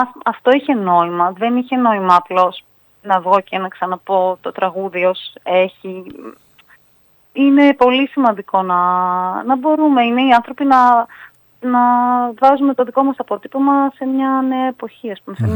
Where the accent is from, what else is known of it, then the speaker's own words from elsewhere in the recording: Thessaloniki, Central Macedonia, Greece; Γεννήθηκα και μεγάλωσα στη Θεσσαλονίκη.